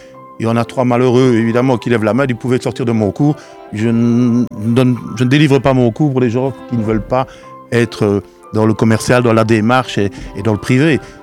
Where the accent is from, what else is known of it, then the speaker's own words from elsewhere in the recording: Verviers, Wallonia, Belgium; born there; now in Soiron, Belgium; Je suis né à Verviers, le 12 août 61, ça ne me rajeunit pas